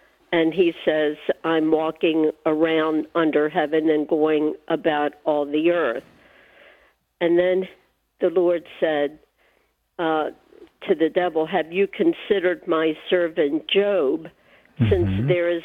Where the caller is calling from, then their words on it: Baltimore, Maryland, United States; Well, I'm from the Annunciation Cathedral in Baltimore, Maryland.